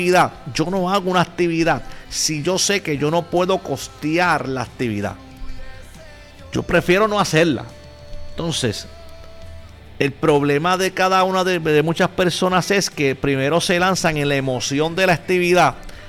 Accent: Dorado, Puerto Rico; nosotros somos de Dorado.

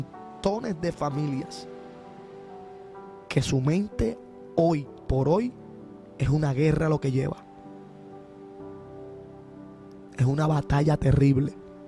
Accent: Puerto Rico; nuestro país, Puerto Rico.

